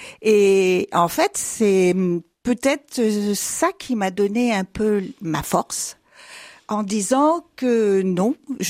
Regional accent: Chaumont-en-Vexin, Hauts-de-France, France; born there; Alors, je suis née dans l'Oise. À Chaumont-en-Vexin, exactement.

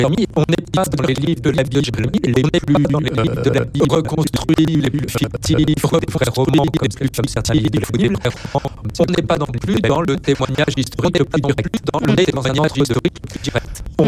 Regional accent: France; pour moi, je suis français

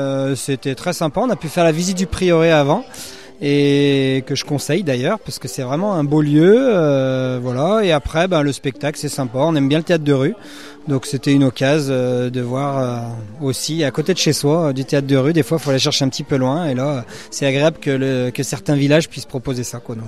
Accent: Chandieu, Auvergne-Rhône-Alpes, France; Le lieu, je connais très bien. Je suis de Chandieu, donc je connais très bien.

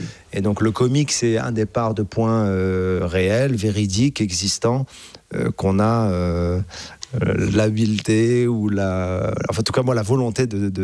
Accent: Casablanca, Casablanca-Settat, Morocco; born there

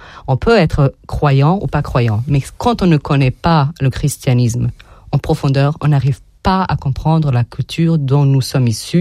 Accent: Tuzla, Tuzla Canton, Bosnia & Herzegovina; born there; French is a second language

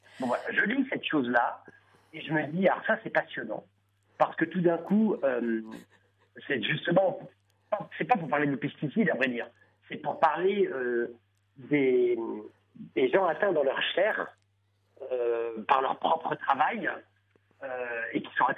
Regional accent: Rennes, Brittany, France; moved away; je ne suis pas du tout du monde rural. Moi, je suis un petit citadin de Rennes, au départ. Ma mère venait de la campagne

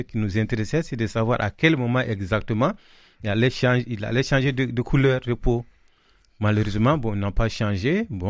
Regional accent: Mopti, Mali; moved away as an adult; now in Montpellier, France; je viens du diocèse de Mopti au Mali. Je suis de l'ordination 1995, je viens d'une famille chrétienne et nous sommes 6 enfants en vie actuellement.

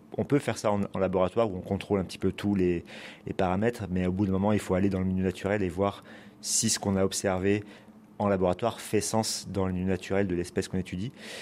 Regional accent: Corsica, France; moi, je suis originaire de Corse. Donc, quand on vit sur une île

